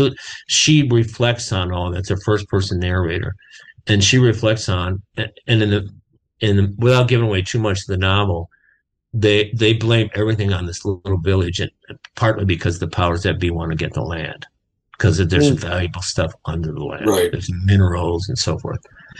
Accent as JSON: {"language": "English", "town": "Austin", "region": "Minnesota", "country": "United States", "tie": "born or raised there"}